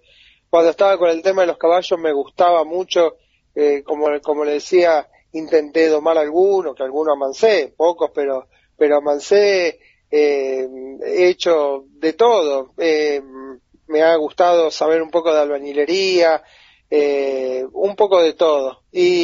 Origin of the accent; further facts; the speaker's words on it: San Vicente, Buenos Aires Province, Argentina; yo soy de San Vicente, como comentaba. Es una zona ahora urbana, pero cuando yo nací era una zona bastante rural. Mis padres fueron siempre de campo, mi padre corría caballos de carrera, después tuvo un pequeño tambito, así que yo estuve relacionado al campo